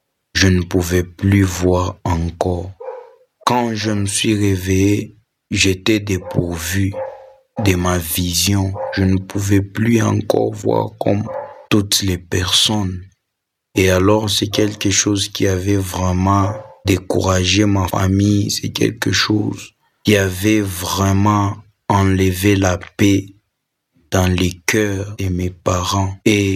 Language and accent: French; Likasi, Haut-Katanga, DR Congo; now in Lubumbashi, Democratic Republic of the Congo; je suis né à Likasi et j'ai grandi à Likasi.